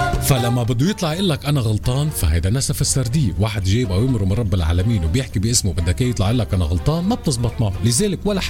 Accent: Lebanon; عندنا بلبنان

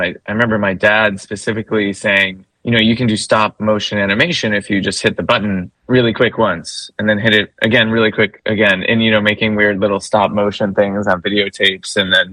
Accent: New York City, New York, United States; moved away as an adult; I grew up in Queens

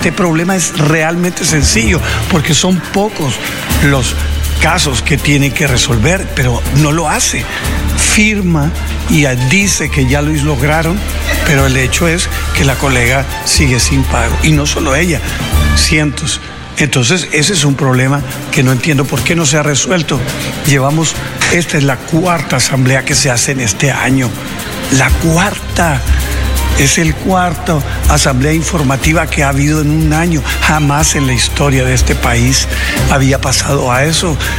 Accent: Honduras; un contraste que como hondureño no nos deja muy satisfechos.

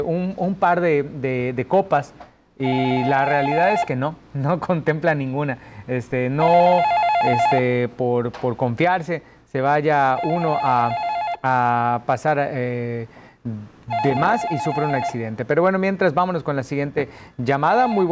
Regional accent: Mexico

